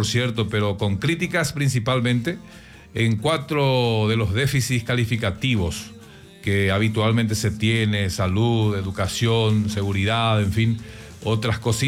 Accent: Paraguay; nuestro país, la República del Paraguay

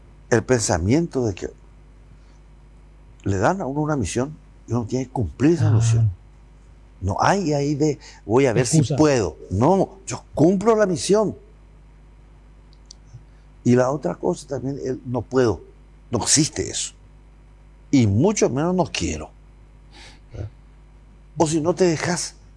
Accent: Paraguay

